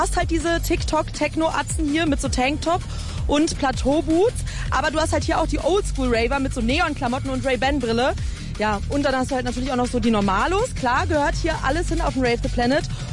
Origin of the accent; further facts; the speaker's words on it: Berlin, Germany; Ich freue mich natürlich als Berlinerin erstmal auf die Clubs von den Berliner Floats